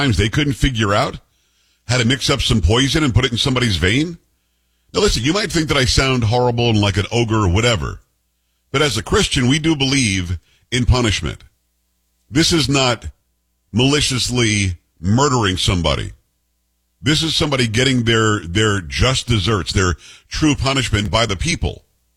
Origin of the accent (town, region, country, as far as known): Florida, United States; born or raised there